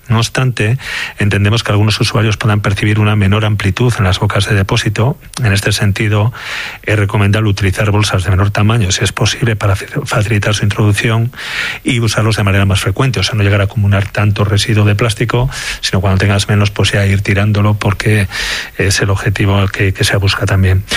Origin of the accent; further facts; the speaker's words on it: León, Castile and León, Spain; Lo que sí deseo como alcalde, como leonés y como aficionado es que se haga un buen proyecto desde el principio